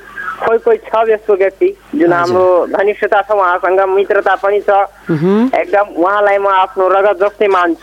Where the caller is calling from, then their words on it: Lahan, Madhesh Province, Nepal; सिराहा लहान.